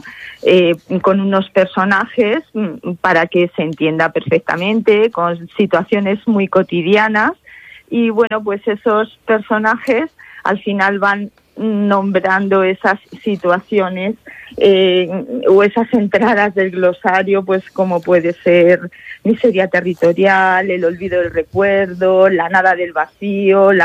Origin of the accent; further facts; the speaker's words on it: Buenasbodas, Castilla-La Mancha, Spain; realmente es el territorio mío originario, es decir, yo soy de Buenas Bodas, natural de Buenas Bodas de La Jara